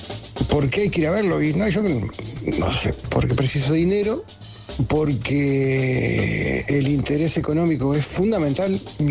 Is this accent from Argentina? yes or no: no; Uruguay; soy uruguayo, estoy viajando en bicicleta